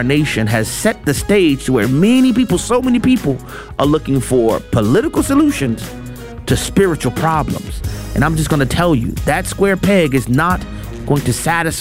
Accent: Louisiana, United States; my home state in Louisiana

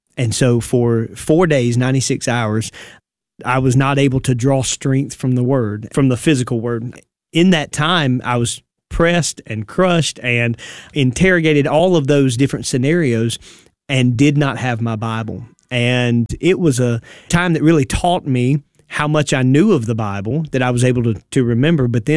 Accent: Wayne County, United States; I've served two churches, Big Creek Baptist Church in Wayne County. I grew up in Wayne County and then started pastoring right out of high school.

